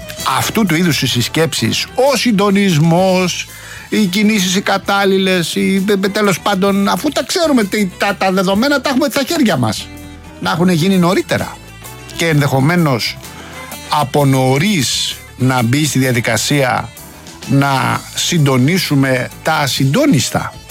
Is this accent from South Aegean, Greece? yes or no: no; Rafina, Attica, Greece; Την περασμένη Παρασκευή λέγαμε για τη Ραφίνα, την πατρίδα μου.